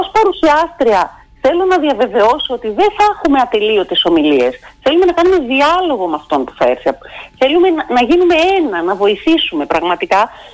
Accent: Athens, Attica, Greece; Ζηλεύω λίγο ως Αθηναία που γίνεται στο Ηράκλειο

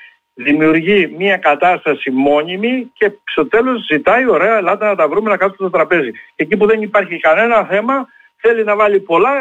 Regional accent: Greece; είμαι Έλληνας

